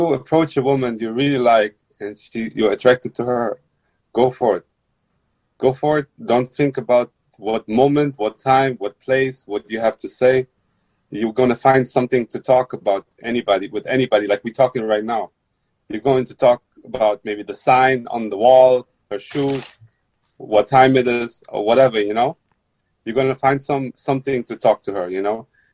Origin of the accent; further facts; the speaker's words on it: Germany; My parents are from Afghanistan. I grew up in Europe, in Germany.